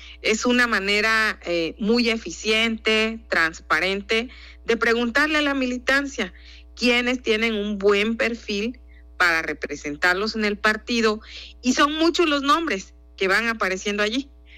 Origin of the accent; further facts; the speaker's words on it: Oaxaca, Mexico; como oaxaqueñas, oaxaqueños, como mexicanos que somos